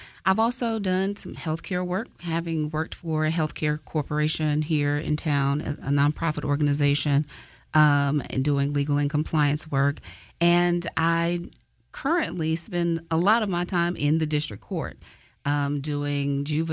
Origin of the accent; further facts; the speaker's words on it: Maryland, United States; moved away as an adult; also born or lived in Washington, D.C. / Alabama; now in Huntsville, United States; So I grew up in Maryland. My mother and my father are both natives of Alabama.